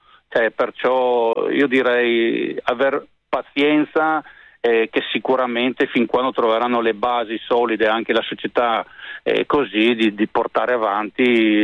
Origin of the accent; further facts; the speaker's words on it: Friuli-Venezia Giulia, Italy; io sono friulano